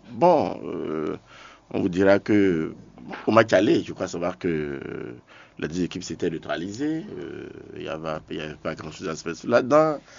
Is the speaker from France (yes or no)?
no; Benin; Bon, on dirait chacun, tous nous sommes des Béninois, non?